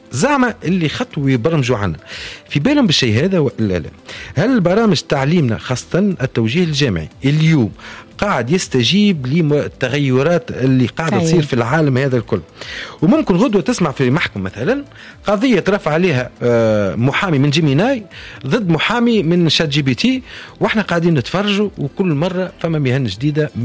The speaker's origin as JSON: {"language": "Arabic", "country": "Tunisia", "said": "احنا عندنا في تونس برشا جامعات"}